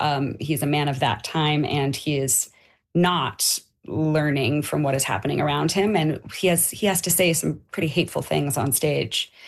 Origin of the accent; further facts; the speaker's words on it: Canada; And we were like, we need to do some stuff in Canada and come back and sing for our Canadian folks.